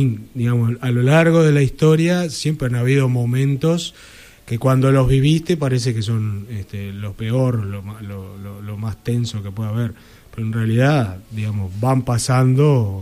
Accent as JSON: {"language": "Spanish", "country": "Uruguay"}